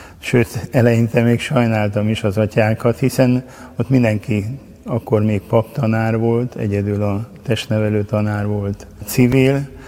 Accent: Nagybajcs, Győr-Moson-Sopron, Hungary; moved away as an adult; now in Budapest, Hungary; Egy szigetközi kis faluban születtem, illetve Győrben születtem, és Nagybajcson éltem, nevelkedtem a szüleim és a testvérem mellett, és ott jártam iskolába is

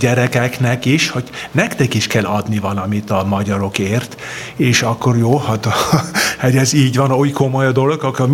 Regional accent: Vienna, Austria; born there; Hungarian is a second language; és édesapám osztrák volt, és én Bécsben születtem, de valahogyan mindig közel voltak a magyar rokonaink.

